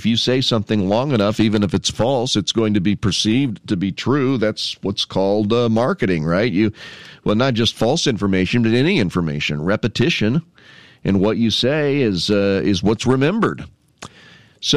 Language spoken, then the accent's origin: English; Canton, Illinois, United States; I remember when I was young, teenage years, growing up in Canton